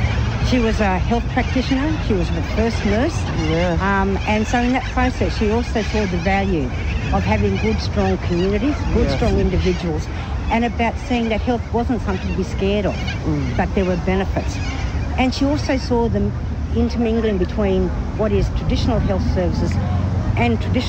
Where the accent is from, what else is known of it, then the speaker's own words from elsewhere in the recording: Moree, New South Wales, Australia; now in Adelaide, Australia; I'm a descendant of the Gunurai Nation from northern New South Wales. Moree is my hometown. And I've been here in Adelaide for the last 22 years now.